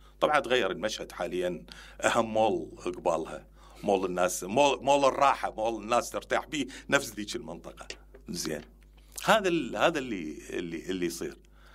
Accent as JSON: {"language": "Arabic", "town": "Karbala", "region": "Karbala Governorate", "country": "Iraq", "said": "أنا كربلائي"}